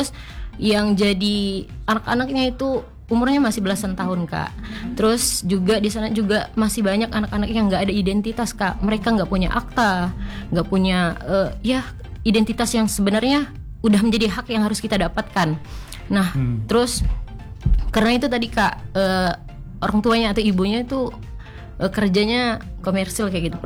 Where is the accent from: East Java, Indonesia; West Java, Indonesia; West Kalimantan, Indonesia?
West Kalimantan, Indonesia; Pontianak; ini kan lahir dan tumbuh di Pontianak Timur, khususnya di Jalan Tanjung Raya 1.